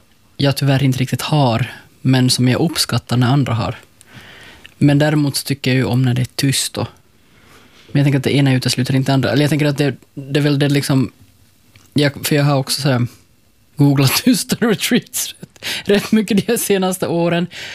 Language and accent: Swedish; Finland; Som finländare